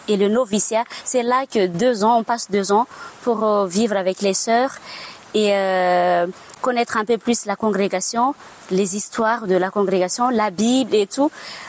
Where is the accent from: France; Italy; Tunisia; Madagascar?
Madagascar; Je suis plutôt au centre de Madagascar, ouais. Mais de la capitale, là où il y a Antananarivo, j'habite à 90 km vers le sud.